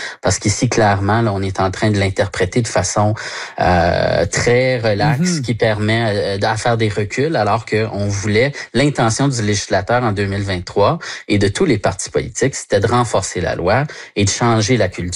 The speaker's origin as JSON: {"language": "French", "region": "Ontario", "country": "Canada", "said": "moi, je suis un franco-ontarien. J'habite en milieu minoritaire depuis toujours."}